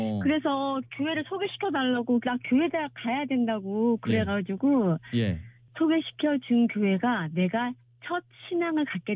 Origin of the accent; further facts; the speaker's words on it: Gangneung, Gangwon, South Korea; 맞아요. 고향이